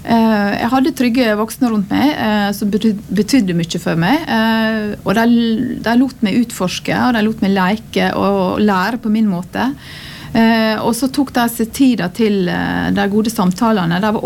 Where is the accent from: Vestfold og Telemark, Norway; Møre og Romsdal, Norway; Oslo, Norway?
Møre og Romsdal, Norway; Ørsta; also born or lived in Rauma; now in Fosnavåg, Norway; Jeg er fra Ørsta.